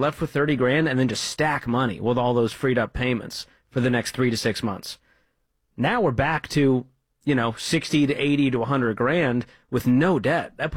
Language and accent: English; Boston, Massachusetts, United States; Okay. I was like, whew, man, I'm from Boston. I'm shocked by that.